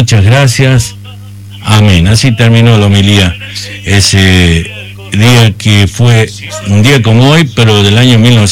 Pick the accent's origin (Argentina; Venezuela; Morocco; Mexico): Argentina; La Rioja; de todos como riojanos